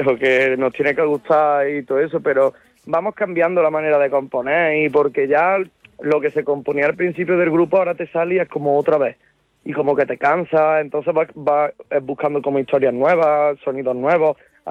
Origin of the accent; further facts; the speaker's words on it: Córdoba, Andalusia, Spain; los cordobeses siempre vamos a Málaga. Yo de chico siempre estoy en Málaga, en Peñarola, en Torremolinos. Es como un pueblo más de Córdoba.